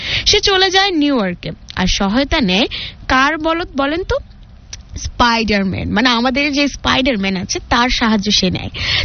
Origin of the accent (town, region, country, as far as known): Bangladesh